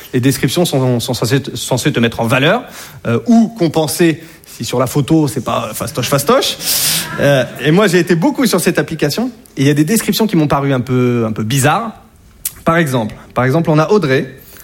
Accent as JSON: {"language": "French", "region": "Hauts-de-France", "country": "France", "said": "Et ça, ça m'a choqué parce que chez moi, en Picardie, voilà, entre voisins, franchement, il y a une bonne ambiance."}